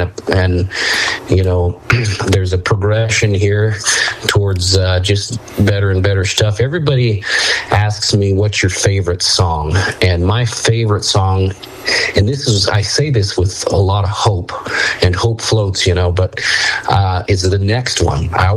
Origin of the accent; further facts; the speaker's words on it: Utah, United States; You know, growing up in Utah, if you grow up as a as a rural kid here in Utah, hunting is kind of the family vacation it was for us.